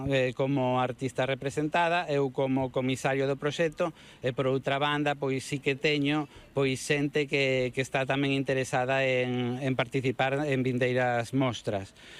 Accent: Galicia, Spain; da identidade galega, das festas, da danza, da música, un pouco o que nos representa nos como galegos.

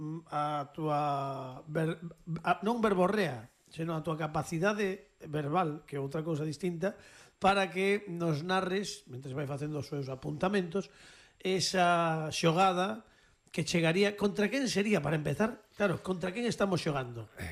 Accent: Vigo, Galicia, Spain; Non, es que somos de Vigo, que hai pouco, claro, hai unha semana que tivemos

